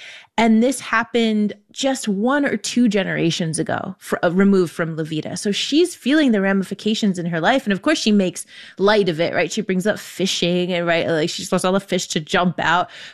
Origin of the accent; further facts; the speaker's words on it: New Haven, Connecticut, United States; I grew up Puerto Rican in New Haven, Connecticut. And I felt this way a lot, like, because I struggle with Spanish sometimes.